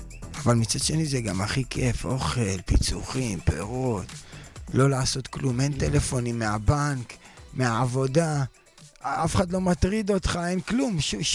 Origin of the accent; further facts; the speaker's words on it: Beit Shemesh, Jerusalem District, Israel; אנחנו גדלנו בבית שמש